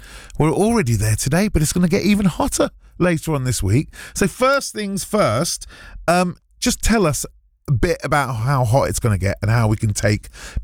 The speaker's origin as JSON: {"language": "English", "town": "Hounslow", "region": "London", "country": "United Kingdom", "said": "I come from Hounslow, which is right near Heathrow."}